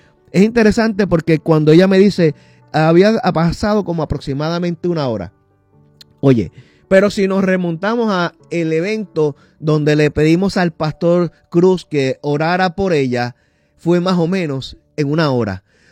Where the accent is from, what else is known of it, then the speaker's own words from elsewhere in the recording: Caguas, Puerto Rico; nosotros somos de Caguas